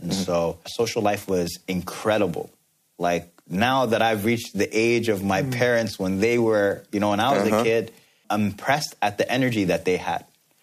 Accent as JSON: {"language": "English", "country": "Sudan", "also_born_or_lived": "New York, United States", "said": "I'm from Sudan. Mm. I lived most of my life outside of 4 years that I did in Sudan."}